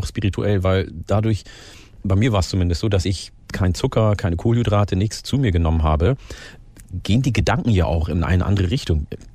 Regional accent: Falkenburg, Lower Saxony, Germany; In meinem Dorf in Falkenburg in Niedersachsen, wo ich aufgewachsen bin, ein paar hundert Meter von dem Ort, wo wir gewohnt haben, war der große Urwald, der Hasbruch.

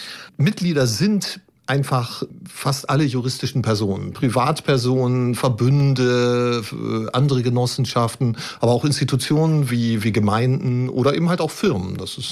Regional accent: Lower Saxony, Germany; born there; now in Braunschweig, Germany

